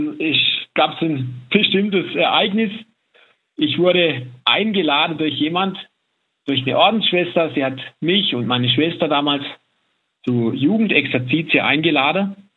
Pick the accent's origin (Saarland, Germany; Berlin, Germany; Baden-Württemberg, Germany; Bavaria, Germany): Baden-Württemberg, Germany; Wir sind am Land aufgewachsen, im Hochschwarzwald bei uns. Da gibt es eine sehr ländliche Gegend.